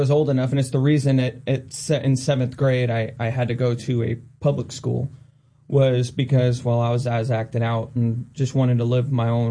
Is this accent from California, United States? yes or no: yes; Sacramento, California, United States; I am. I was born and raised in Sacramento.